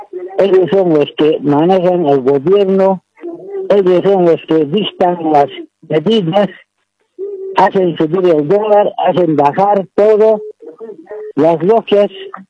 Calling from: Punata Province, Cochabamba, Bolivia; Yo te estoy llamando de aquí, de Valle Alto, la provincia de Punata.

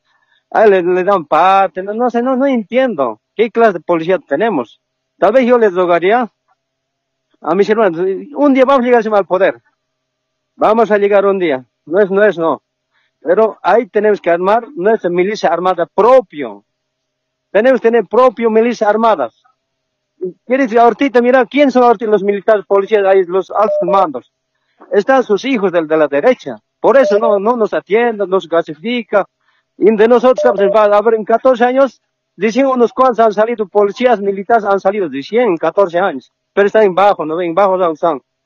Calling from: Bolivia; Nosotros estamos en nuestro derecho en Bolivia, nosotros bolivianos, legítimos, bolivianos, nativos, originales, somos nosotros como bolivianos.

